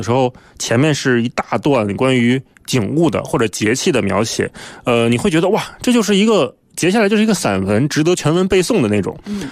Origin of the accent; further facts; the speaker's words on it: Beijing, China; 我作为北京人，